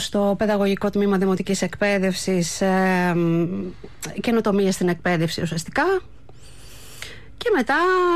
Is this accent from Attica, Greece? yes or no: yes; Athens, Attica, Greece; born there; γεννήθηκα στην Αθήνα, στο Περιστέρι.